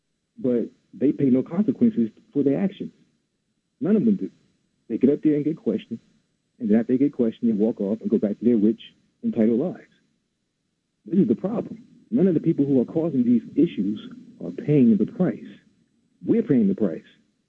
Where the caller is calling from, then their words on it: Bloomfield, United States; calling from Bloomfield.